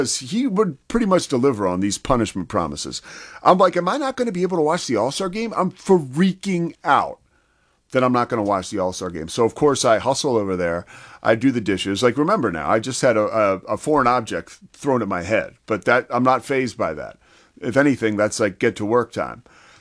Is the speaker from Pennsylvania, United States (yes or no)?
yes; Philadelphia, Pennsylvania, United States; And I'm from Philadelphia